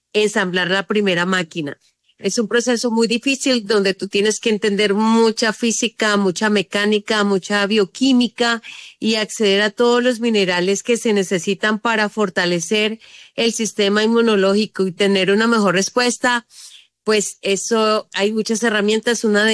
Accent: Huila, Colombia; yo soy del Huila

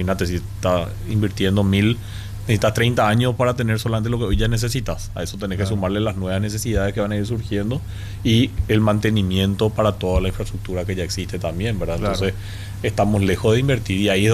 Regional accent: Paraguay

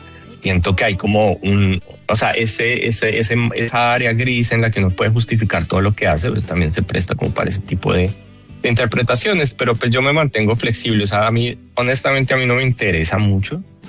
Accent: Colombia; now in United States

